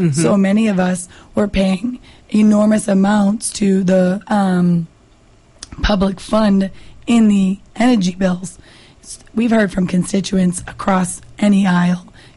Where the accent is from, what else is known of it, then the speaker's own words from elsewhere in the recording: Abington, United States; I was born and raised in Abington. I'm raising my family now in the same community of Abington.